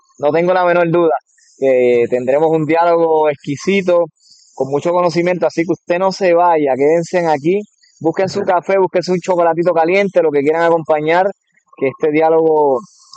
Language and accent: Spanish; Toa Alta, Puerto Rico; Creo que se me olvidó decir que soy de Toa Alta.